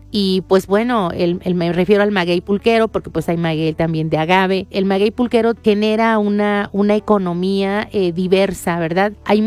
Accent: Zimapán, Hidalgo, Mexico

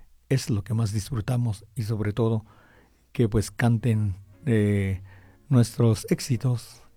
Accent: Huasteca, Mexico; mi pueblo, a mis huastecas.

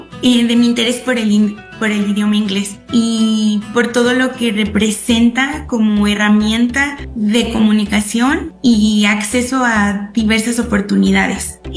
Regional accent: Ciudad Sahagún, Hidalgo, Mexico; Bueno, soy originaria de Ciudad Sahagún, Hidalgo

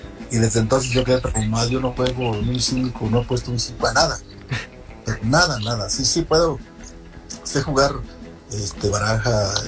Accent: Mexico; allá donde yo nací, en Santa Anita

